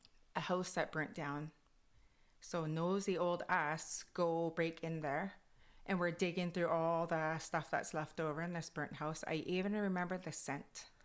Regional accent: British Columbia, Canada; accent: Kwakwala; first language Kwakwala; English is a second language; And so my accent from Kwakwala goes into English.

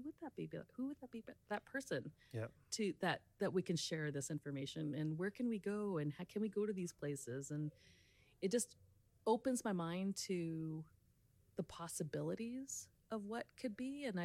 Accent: British Columbia, Canada; even though I'm from British Columbia. Like, you know, I've always been by the ocean, and now being here in the central interior

